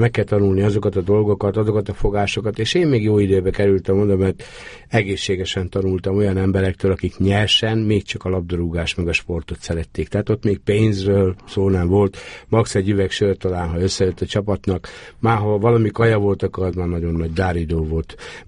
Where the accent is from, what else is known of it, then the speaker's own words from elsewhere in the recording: Emőd, Borsod-Abaúj-Zemplén, Hungary; born there; also born or lived in Eger; Nem, én Emődön születtem. Emődön születtem, és én igazából Miskolcon játszottam egy darabig, után pedig Egerbe. De aztán én elkerültem korán Egerbe, és ott ténykedtem életem nagy részében.